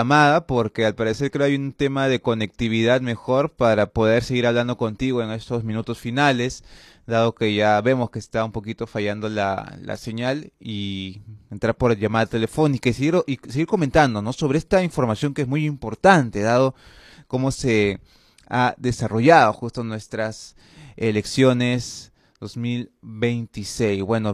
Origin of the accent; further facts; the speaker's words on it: Peru; todos somos peruanos y peruanas